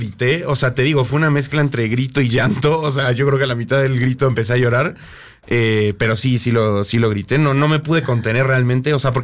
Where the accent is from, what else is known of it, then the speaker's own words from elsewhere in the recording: Argentina; Como argentino, es el primer partido que yo veo de mi selección, digamos.